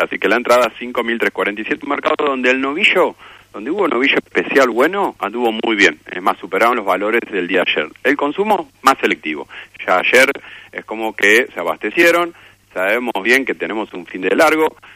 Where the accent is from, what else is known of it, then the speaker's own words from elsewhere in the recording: Argentina; Somos argentinos.